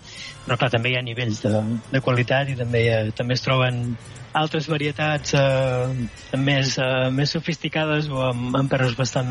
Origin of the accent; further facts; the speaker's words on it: Catalonia, Spain; però a mi com a català, sincerament, em queda una miqueta massa a prop la seva cultura i al mateix temps lluny.